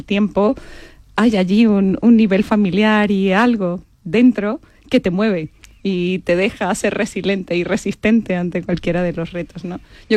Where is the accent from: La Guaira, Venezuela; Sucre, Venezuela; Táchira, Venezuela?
Táchira, Venezuela; San Cristóbal; Yo soy de los Andes, yo nací en San Cristóbal.